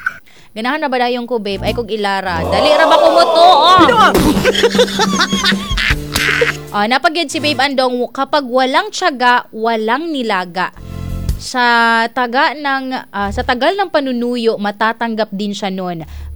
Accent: Nagcarlan, Calabarzon, Philippines; Ah, malayo po ako, ma'am babe. Taga Laguna po ako. Nag-Carlan.

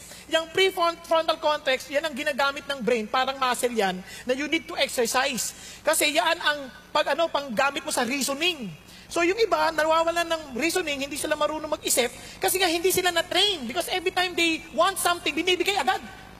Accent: Marikina, Metro Manila, Philippines; kasi mahilig ako magmura, Marikeño ako eh. Marikeño, alam niyo sa Marikina.

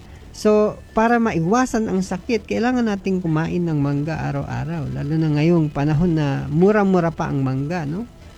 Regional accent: Manila, Metro Manila, Philippines; Pasensya na mo, kayo, ako'y Tagalog talaga, no? Gikan pa ako sa Manila.

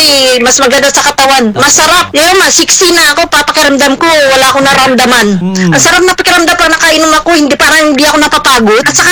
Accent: Bacoor, Calabarzon, Philippines; now in Hong Kong; Taga Molino Bacoor ako. Tapos, nandito ko ngayon sa, ano, sa Hong Kong.

